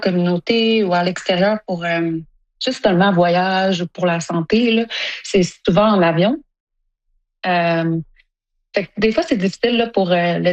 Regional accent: Sept-Îles, Quebec, Canada; born or raised there; moved away as an adult

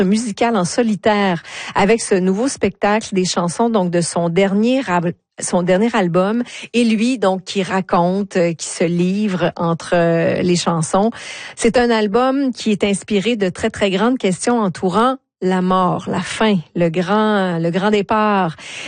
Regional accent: Acadia, Canada; chez nous en Acadie

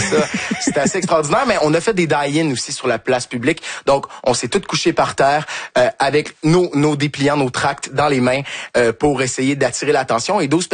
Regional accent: Quebec, Canada; Ben oui, c'est un attrait en soi, et du fait qu'on est québécois aussi, c'est on était

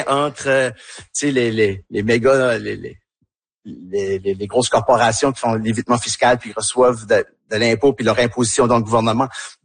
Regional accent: Tracadie, New Brunswick, Canada; accent: Tracadie

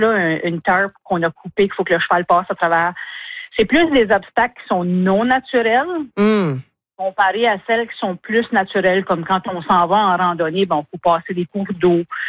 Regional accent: Edmundston, New Brunswick, Canada; born or raised there; also born or lived in Moncton

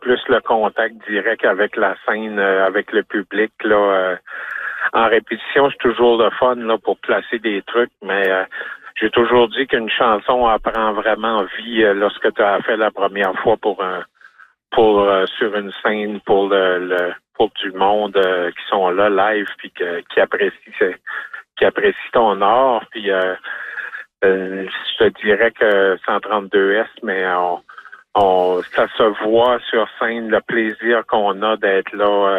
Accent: Carleton-sur-Mer, Quebec, Canada; moi je suis local

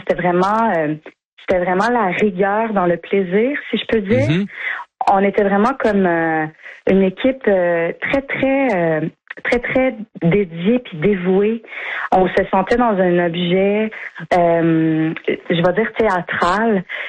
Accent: Danville, Quebec, Canada; c'est qu'on a tourné dans mon village natal. Danville. La série a été en partie tournée à Danville. Puis moi, je viens de là. Toute ma famille est encore là.

